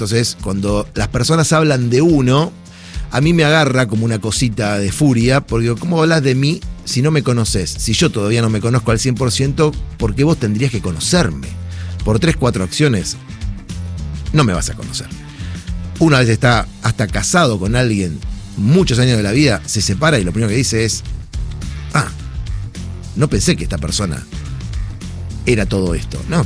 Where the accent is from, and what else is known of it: Argentina